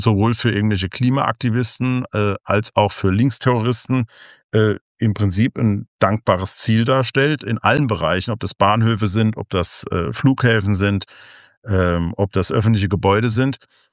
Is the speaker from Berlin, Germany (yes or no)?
no; Kaiserslautern, Rhineland-Palatinate, Germany; Achso, das ist Kaiserslautern, wo ich herkomme.